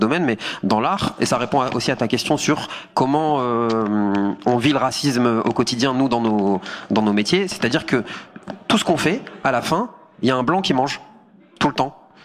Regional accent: Hauts-de-France, France; Moi, je viens du Nord, de la France.

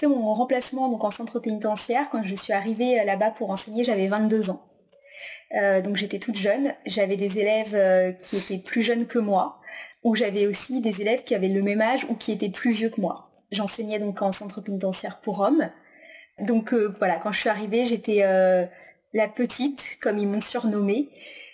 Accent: Brittany, France; moved away as an adult; now in Tours, France; Alors donc je suis de Bretagne, originaire de Bretagne, ma famille vit en Bretagne

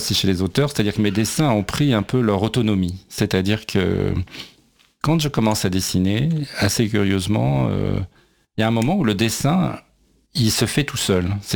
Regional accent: Algeria; born there; also born or lived in Chicago, United States; En réalité, je suis né en Algérie, et quand j'étais gamin, en fait, même avant de savoir qu'est-ce que c'était que d'être chez soi

